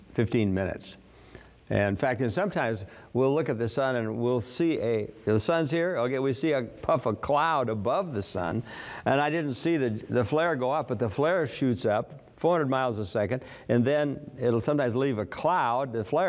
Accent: Minnesota, United States; I was raised in Minnesota, where we we're quite familiar with northern lights.

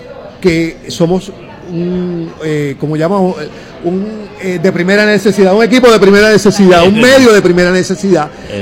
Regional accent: Ponce, Puerto Rico; now in San Juan, Puerto Rico; yo soy de Ponce originalmente, mis papás estaban en Ponce, yo estaba en San Juan

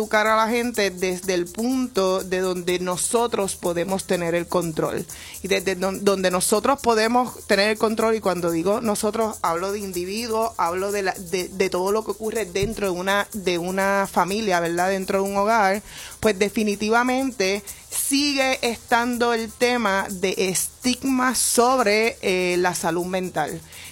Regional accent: Puerto Rico

